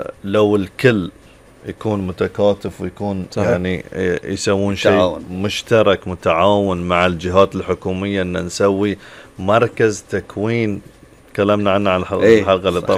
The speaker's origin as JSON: {"language": "Arabic", "country": "Bahrain", "said": "كلنا كبحرينيين"}